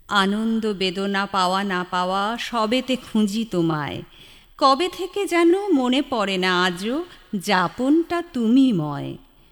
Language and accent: Bangla; Siliguri, West Bengal, India; moved away as an adult; now in Kolkata, India; শিলিগুড়িতেই আমার জন্ম এবং বেড়ে ওঠা, কিন্তু বর্তমানে আমি বৈবাহিক সূত্রে কলকাতার বাসিন্দা।